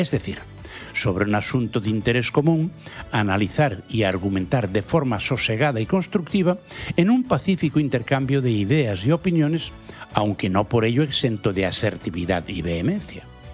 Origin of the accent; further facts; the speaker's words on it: Santiago de Compostela, Galicia, Spain; Hace algunos años surgió en un hospital de mi tierra, más exactamente de mi pueblo, de Santiago de Compostela